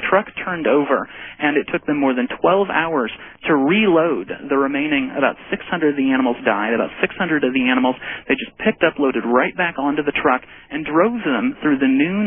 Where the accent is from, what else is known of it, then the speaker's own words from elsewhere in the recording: Oklahoma, United States; my experience of cows growing up in Oklahoma